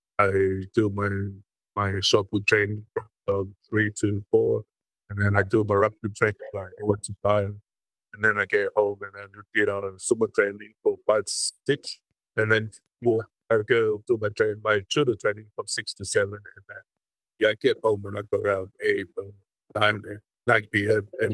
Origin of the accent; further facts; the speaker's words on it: Tonga; also born or lived in Samoa / New Zealand / Hawaii / Japan; I was born in Tonga, 1983. And I grew up here in Tonga, but sort of moving around in the island. We moved to Samoa, back to Tonga, and then New Zealand, Hawaii, and then Japan. So, now I'm back to Tonga again.